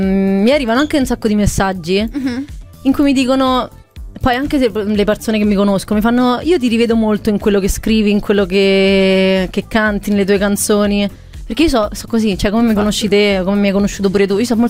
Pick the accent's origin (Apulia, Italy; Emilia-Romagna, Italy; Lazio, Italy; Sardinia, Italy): Lazio, Italy; Castelli Romani, Rome; now in Milan, Italy; fuori sede, possiamo dire, dai, che veniamo da Roma, dai castelli romani